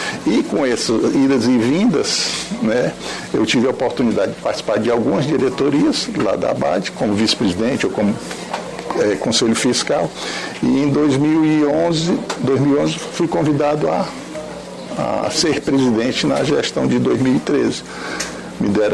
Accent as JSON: {"language": "Portuguese", "town": "Fortaleza", "region": "Ceará", "country": "Brazil", "tie": "born there", "said": "meus pais são de Sobral, né? E eu já nasci em Fortaleza. Eu e minha irmã mais nova, os outros 7 irmãos nasceram em Sobral."}